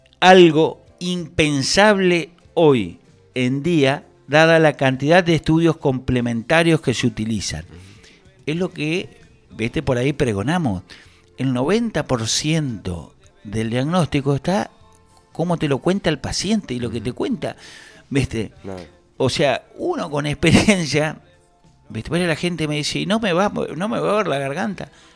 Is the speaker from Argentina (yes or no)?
yes; Argentina; después somos todos argentinos.